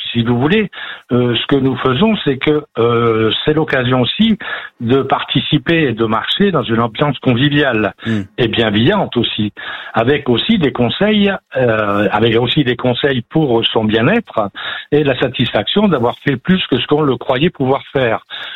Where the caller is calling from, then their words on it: Jarny, Grand Est, France; je suis en Meurthe-et-Moselle, sur Jarny